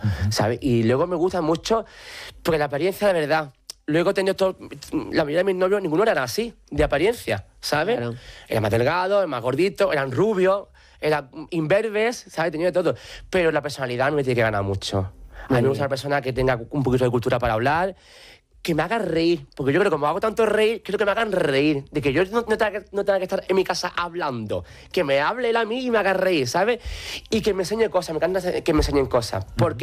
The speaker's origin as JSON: {"language": "Spanish", "town": "Alcalá de los Gazules", "region": "Andalusia", "country": "Spain", "tie": "born or raised there", "said": "he salido para una discoteca de la provincia de Cádiz, pero yo vivía entonces aún en mi pueblo, en Alcalá de los Azules."}